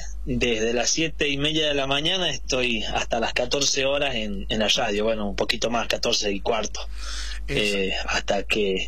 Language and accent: Spanish; Los Chañares, Tucumán, Argentina; En el caso mío tuve el honor de nacer en una casa de campo en los Chañares, distante a 40 kilómetros de la ciudad. Nací a las 2:30 de la mañana.